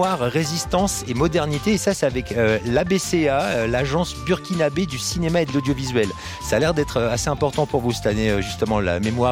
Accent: France; Je suis français

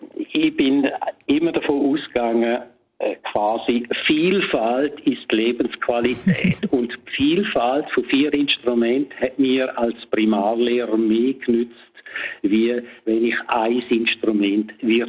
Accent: Domat/Ems, Graubünden, Switzerland; born or raised there

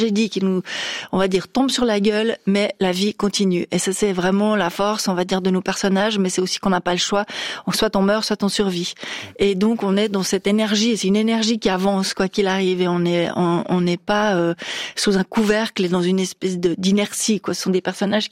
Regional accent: Lausanne, Vaud, Switzerland; Je pense que c'est parce qu'on est de Lausanne, on vit à Lausanne, on a le lac et cette beauté incroyable

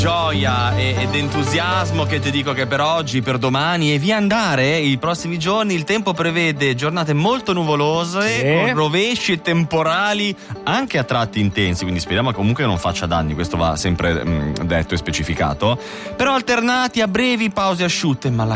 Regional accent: Ticino, Switzerland; Io comunque provengo dal Malcantone, che è notoriamente una regione molto

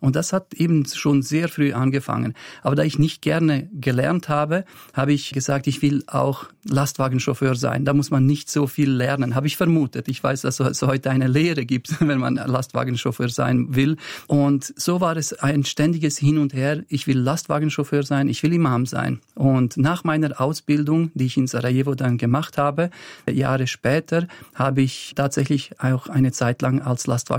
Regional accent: Wattwil, St. Gallen, Switzerland; born there; also born or lived in Bosnia and Herzegovina / Gornja Orahovica, Bosnia; Von Hause aus bin ich Imam. Ich bin in Bosnien geboren, in Wattwil in Dockenburg bin ich aufgewachsen.

